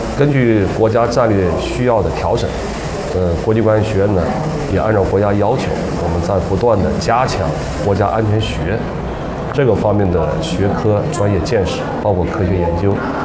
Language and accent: Chinese; China